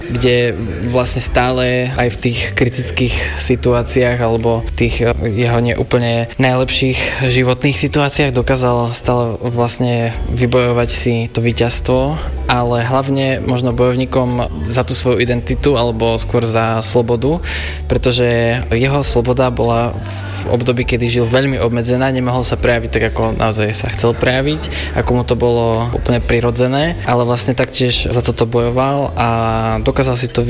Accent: eastern Slovakia, Slovakia; ja som z východného Slovenska a tam keď rybníky zamrzali alebo jazierka nejaké, tak my sme chodili korčuľovať a hrať hokej. Čiže nejako akože som sa udržať vedel, ja som taktiež aj tým, že som sa narodil teda pod Tatrami, tak chodil lyžovať

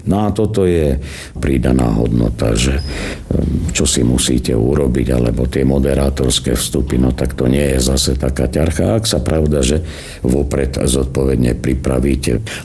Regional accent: Jablonov, Prešov Region, Slovakia; lebo som vyrastal v Jablonova, v nedalekej farnosti.

